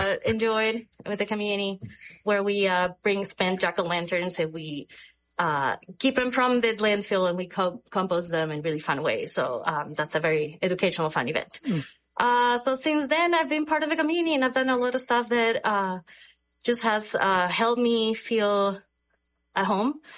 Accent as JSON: {"language": "English", "country": "Peru", "moved": "as an adult", "lives_now": "Clear Creek County, United States", "said": "I'm originally from Peru. On December 2005, I came with an exchange program to work at Loveland Ski Area."}